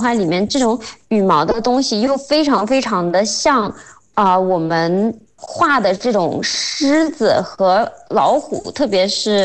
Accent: Mexico; Chinese is a second language; moved away; Hola, hola

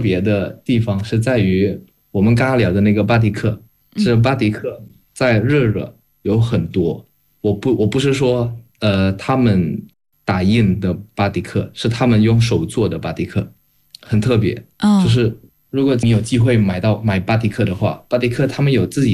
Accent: Jakarta, Indonesia; 因为我在雅加达长大，所以在雅加达我看到的是高楼大厦，我看到的是堵车，我看到的是摩托车

